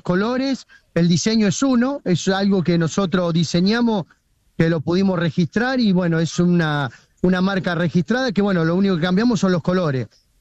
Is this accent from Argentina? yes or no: yes; Firmat, Santa Fe, Argentina; soy de Firmá, provincia de Santa Fe.